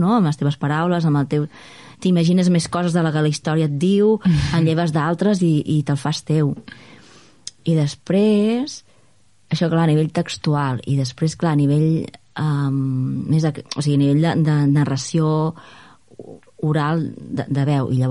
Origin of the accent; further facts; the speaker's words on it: Sant Joan de les Abadesses, Catalonia, Spain; now in Menorca, Spain; de petita, del meu poble, que Sant Joan de les Abadesses, vaig estar de ben petita ficada al grup de teatre del poble.